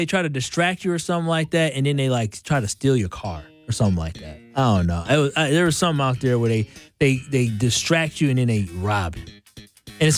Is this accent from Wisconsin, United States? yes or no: yes; Milwaukee, Wisconsin, United States; I'm from Milwaukee.